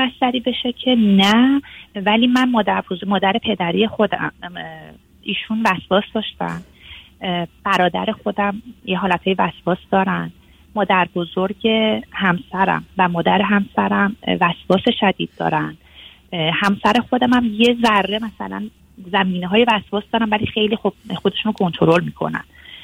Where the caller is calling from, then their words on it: Germany; ما از آلمان هستیم آقای دکتر.